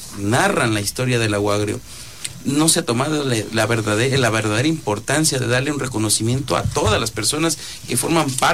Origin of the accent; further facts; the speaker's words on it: Nueva Loja, Sucumbíos, Ecuador; born there; todos los que vivimos y somos nacidos aquí en Lago Agrio